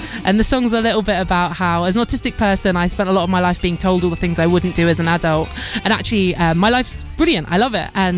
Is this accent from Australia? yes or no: no; East of England, United Kingdom; I feel like I grew up not far from Cambridge. I grew up in Bedfordshire.